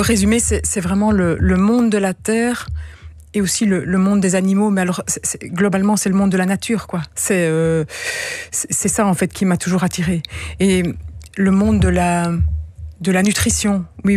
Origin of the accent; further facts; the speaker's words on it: Louvain-la-Neuve, Wallonia, Belgium; also born or lived in Brussels; je suis bruxelloise à la base, mais on habitait du côté de Louvain-la-Neuve dès le début.